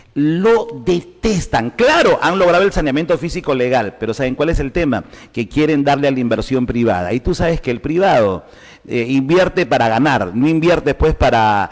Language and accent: Spanish; Huancabamba, Piura, Peru; Oye, en mi tierra, Huancabamba, han construido un moderno mercado.